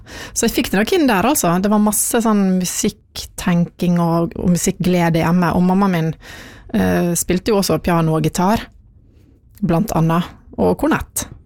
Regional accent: Ålesund, Møre og Romsdal, Norway; now in Nesodden, Norway; jeg har vokst opp i Ålesund, og jeg er 100% sunnmøring, men pappa min er fra Molde. Og mamma min er fra Fjelltun da.

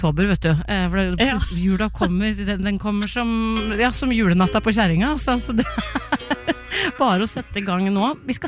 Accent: Larvik, Vestfold, Norway

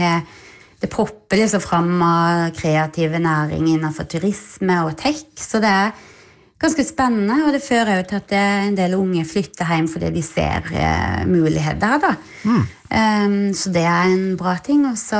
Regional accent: Vennesla, Agder, Norway; now in Notodden, Norway; Jeg fra Vennesla i Agder, så ja, men, jeg er fra et lidested da, som ligner ganske mye.

